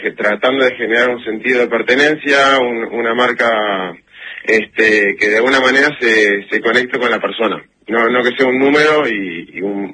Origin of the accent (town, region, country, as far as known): Buenos Aires, Argentina